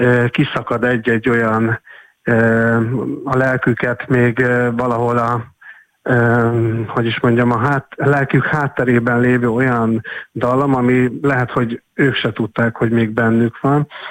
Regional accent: Kecskemét, Bács-Kiskun, Hungary; Mi kecskemétiek vagyunk

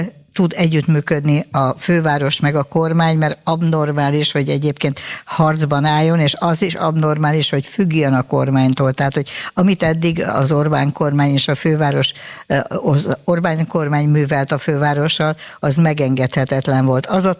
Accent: Budapest, Hungary; és én nekem kívülállóként és budapestiként az az érdekem, hogy az én kormányom legyen jóba az én fővárosommal, mert akkor nekem itt lakóként akkor lesz jó a helyzetem.

